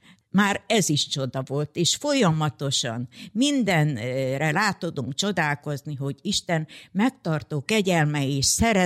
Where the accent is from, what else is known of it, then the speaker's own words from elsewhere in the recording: Zakarpattia Oblast, Ukraine; moved away as an adult; now in Debrecen, Hungary; Férjem odavalósi ott született, én is onnan származok.